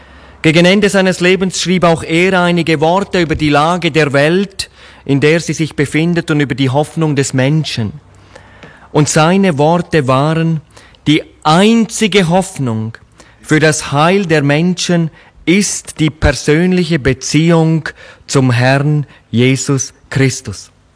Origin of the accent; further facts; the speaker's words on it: Switzerland; Ich komme ja aus der Schweiz, das hört man, glaube ich, in meiner Sprache.